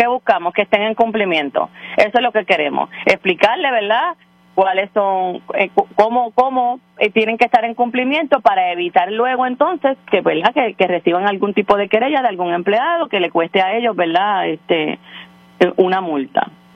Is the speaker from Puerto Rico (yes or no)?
yes; Vega Baja, Puerto Rico; Yo soy del mejor pueblo que tiene Puerto Rico, que es Vega Baja, la Vega ciudad Baja.